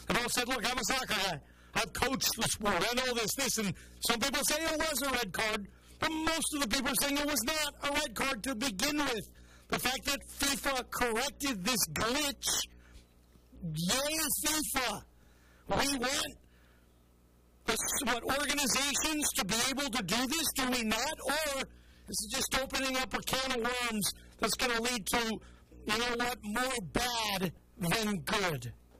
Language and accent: English; Seattle, Washington, United States; World Cup in Seattle, my hometown.